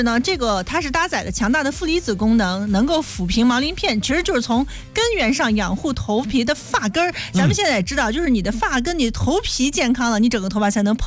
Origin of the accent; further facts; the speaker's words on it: Shandong, China; 我觉得咱们山东人的发量应该也还是比较多的